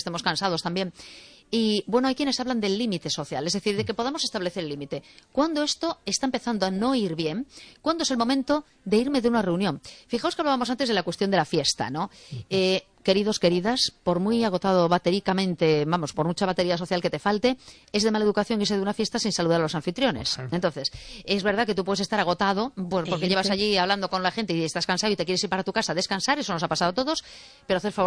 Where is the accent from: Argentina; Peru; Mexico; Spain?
Spain; A Coruña, Galicia; now in Vigo, Spain; Y yo soy coruñesa, pero claro, como no lo saben